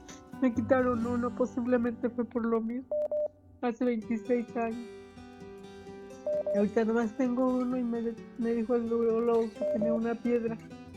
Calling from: Celaya, Guanajuato, Mexico; De Celaya, Guanajuato.

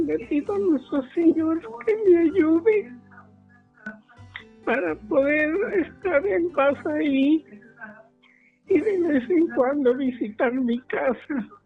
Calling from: Aguascalientes, Mexico; de Aguascalientes.

